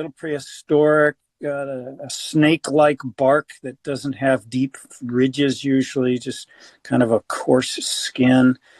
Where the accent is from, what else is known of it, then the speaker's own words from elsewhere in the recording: Texas, United States; moved away; A tree I grew up with in Texas